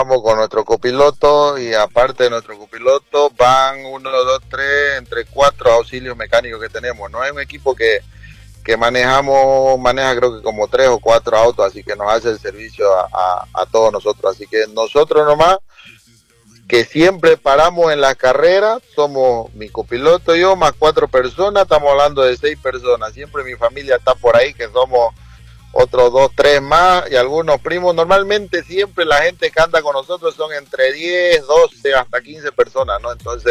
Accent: San Juan del Chaco, Santa Cruz, Bolivia; No, pues yo soy de San Juan del Chaco, pues no. Yo soy de San Juan del Chaco, represento a San Juan del Chaco y a Valle Grande donde voy.

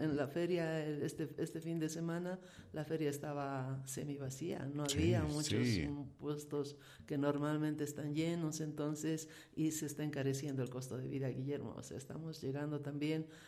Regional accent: Potosí, Bolivia; como boliviana, como potosina

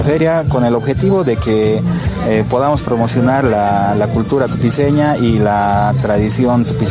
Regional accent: Tupiza, Potosí, Bolivia; moved away; nuestra tradicional comida de allá de Tupiza.

